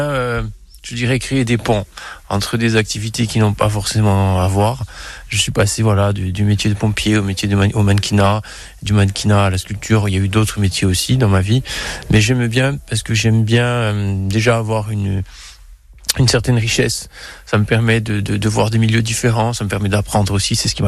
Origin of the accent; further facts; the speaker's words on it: Petreto-Bicchisano, Corsica, France; je suis originaire de Petrito-Béquizade.